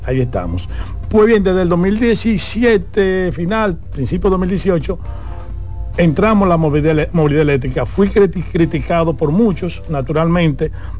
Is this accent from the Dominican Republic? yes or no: yes; Dominican Republic; nosotros como dominicanos